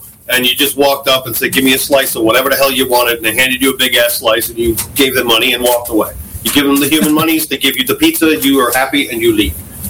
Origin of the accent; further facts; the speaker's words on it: New York, United States; now in Pennsylvania, United States; I'm from New York